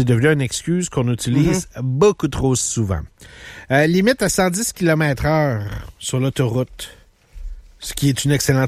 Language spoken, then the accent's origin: French; Quebec City, Quebec, Canada; Je suis chauvin de ma ville, chauvin de ma région. J'adore venir de Québec.